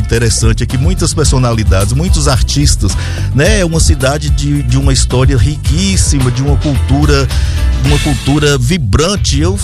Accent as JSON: {"language": "Portuguese", "town": "Manga", "region": "Minas Gerais", "country": "Brazil", "tie": "born or raised there", "said": "Isso, eu costumo falar que eu sou de Manga e Montalvânia. Eu nasci em Mangas, fui embora com 9 anos de idade, aí estudei e tal, voltei, moro em Montalvânia hoje."}